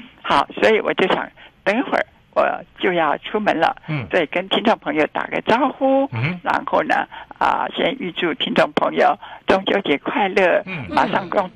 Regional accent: Taipei, Taiwan; 我不是在小时候住在这个菜市场、建成市场的时候常听到的街道，叫做赤峰街。

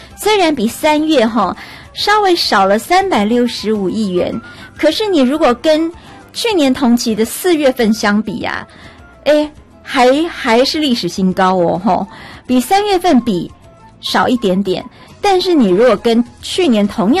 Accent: Taiwan; 我们台湾人很爱刷卡呢

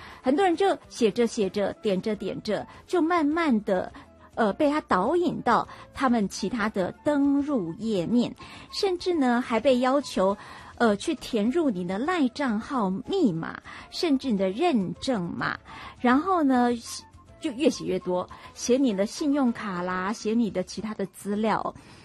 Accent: Taiwan; 我们台湾人非常非常高度使用赖这个软体

